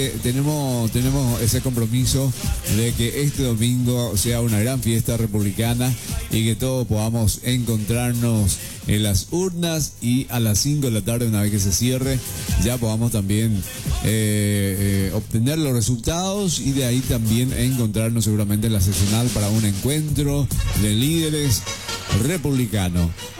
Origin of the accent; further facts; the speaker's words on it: Carlos Antonio López, Itapúa, Paraguay; como paraguayos tenemos que estar siempre unidos, como carlense